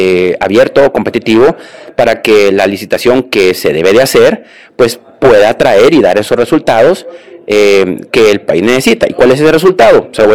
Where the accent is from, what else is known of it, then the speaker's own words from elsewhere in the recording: Honduras; Somos los hondureños los que hemos estado invirtiendo aquí en Honduras.